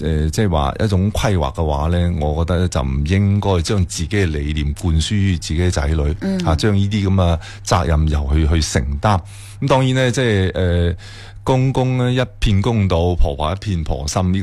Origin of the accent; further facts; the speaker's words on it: Guangdong, China; 可能作为我哋中国人、广东人一种传统都系咁啦